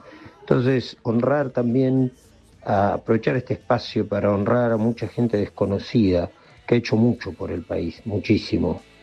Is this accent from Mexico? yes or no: no; Comodoro Rivadavia, Chubut, Argentina; Yo soy del sur, soy de Comodoro Rivadavia